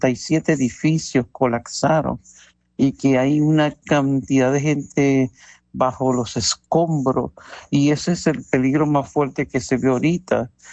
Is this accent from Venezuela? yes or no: yes; Venezuela; moved away; yo soy venezolano, criollito